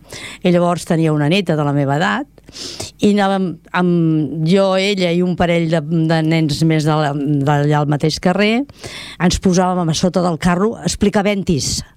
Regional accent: Barcelona, Catalonia, Spain; moved away as an adult; now in Esplugues de Llobregat, Spain; Doncs jo sóc filla del barri de Sants. Vaig néixer al carrer Miquel Àngel, Tenor Massini, un barri obrer

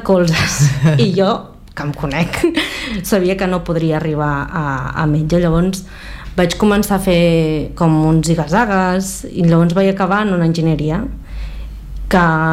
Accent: Changsha, Hunan, China; La diferència, sobretot, entre el meu poble d'origen, que és Changsha, i la capital de Beijing.

